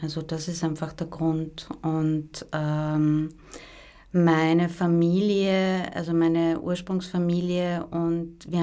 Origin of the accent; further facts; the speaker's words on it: Vienna, Austria; also born or lived in Slovakia; weil ich mich schon sehr als Europäerin fühle und als Wienerin.